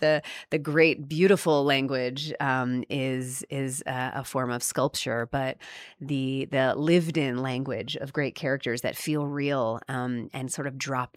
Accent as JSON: {"language": "English", "town": "Decatur", "region": "Georgia", "country": "United States", "tie": "born or raised there", "said": "I grew up in Decatur, Georgia, which is right outside of Atlanta."}